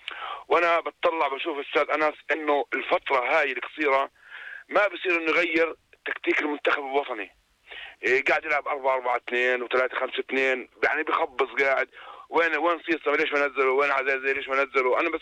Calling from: Jordan

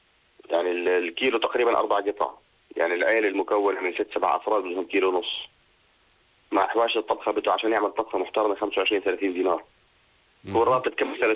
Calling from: Jordan; الموجود عندنا في الاردن.

